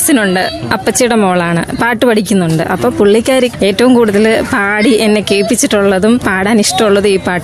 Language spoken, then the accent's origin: Malayalam; Vattappara, Kerala, India; ഞാൻ ഇവിടെ വട്ടപ്പാറയില.